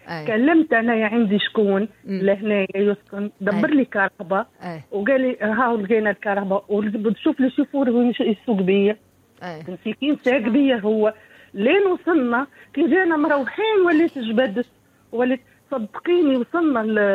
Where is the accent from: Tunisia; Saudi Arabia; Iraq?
Tunisia; southern Tunisia; born there; moved away; وانا نكون في الجنوب اصلي من الجنوب